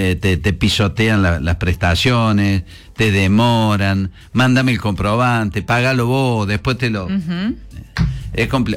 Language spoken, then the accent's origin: Spanish; Argentina